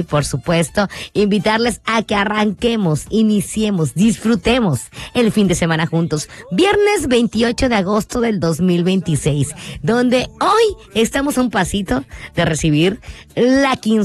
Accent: Mexico; como buenas mexicanas y mexicanos

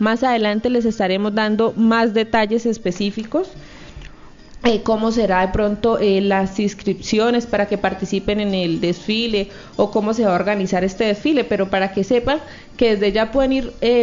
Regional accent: Charalá, Santander, Colombia; lo que somos como municipio de Charalá, que somos gente amable, culta, berraca

